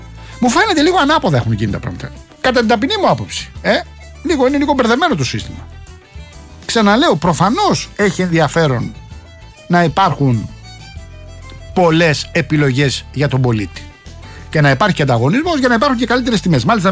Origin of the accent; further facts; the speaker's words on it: Rafina, Attica, Greece; Εντάξει, στην περίπτωση αυτή είναι και ο τόπος μου και μαθαίνω 5 πράγματα παραπάνω. Τώρα, αφήνουμε τα της Ραφίνας